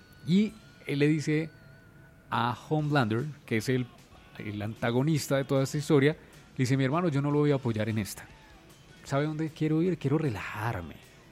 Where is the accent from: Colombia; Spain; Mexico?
Colombia; nosotros como colombianos lo que sabemos hacer muy bien es renegar y es pelear en redes sociales